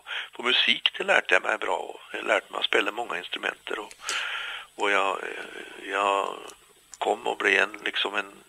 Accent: Oslo, Norway; Swedish is a second language; also born or lived in Tromsø, Norway; now in Gothenburg, Sweden; av Tromsö. Jag flyttade faktiskt ner med familjen när jag var 3 år gammal bara. Mm. Så jag har vuxit upp i Oslo.

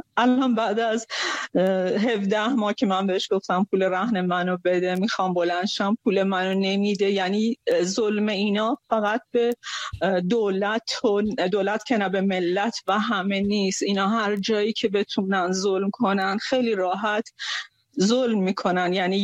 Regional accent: Khuzestan, Iran

